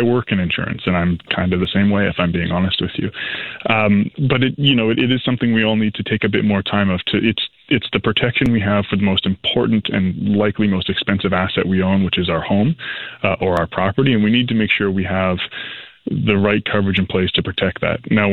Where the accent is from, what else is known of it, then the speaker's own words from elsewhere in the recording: British Columbia, Canada; Yeah, I mean, you know, as a British Columbian, as probably any Canadian, this is horrifying, right?